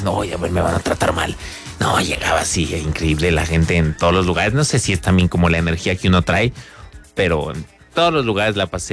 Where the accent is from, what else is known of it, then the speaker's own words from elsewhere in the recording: Mexico; yo como mexicano